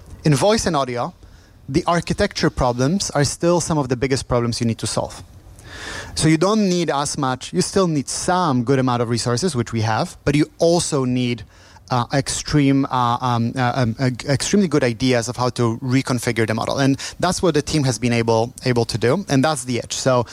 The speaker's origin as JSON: {"language": "English", "country": "Poland", "moved": "yes", "said": "I'm from Poland originally."}